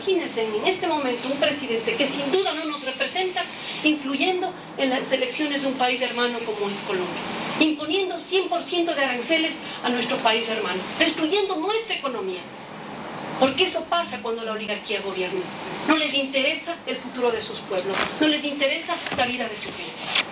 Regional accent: Ecuador; mi país, el Ecuador

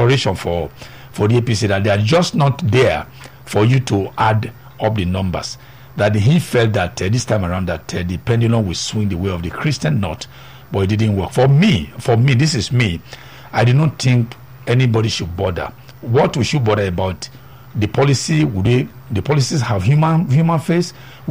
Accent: Edo, Nigeria; I came from Edo State

